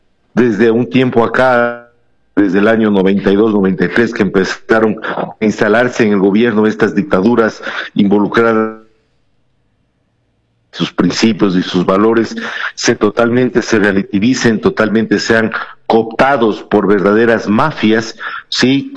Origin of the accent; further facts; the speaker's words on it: Ecuador; Y como ecuatorianos, les soy sincero, nos conviene